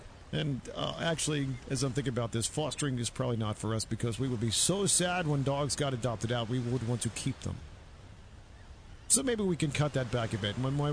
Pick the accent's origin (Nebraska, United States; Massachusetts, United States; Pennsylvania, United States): Pennsylvania, United States; Philadelphia; when I grew up in Philadelphia.